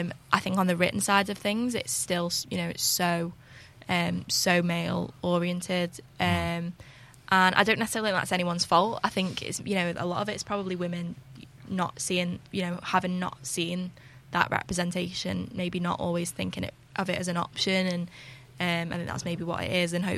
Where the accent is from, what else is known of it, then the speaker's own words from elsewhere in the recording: Widnes, North West England, United Kingdom; So I'm from Widnes.